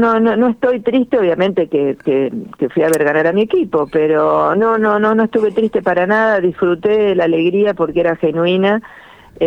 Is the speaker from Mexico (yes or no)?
no; Argentina; nosotros como argentinos